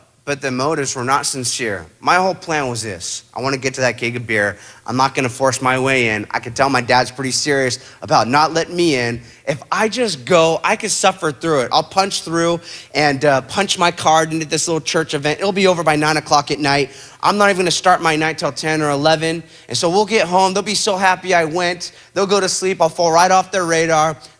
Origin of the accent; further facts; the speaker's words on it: Huntington Beach, California, United States; I think we stashed the other one in my dad's garage in my hometown. So I get stitched up by the dock in Coronado, San Diego, and I go, I'm gonna go back and go drink that other keg of beer. So I make my way back to Huntington.